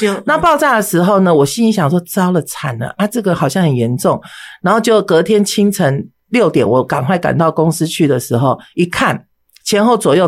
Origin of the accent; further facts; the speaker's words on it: Taiwan; born there; 我父母都是外省人，都是外省，都是大陆人齁。好，那我是出生在台湾的外省的第二代。那么我们从小从出生在郑先生里面是没有在拿香拜拜的。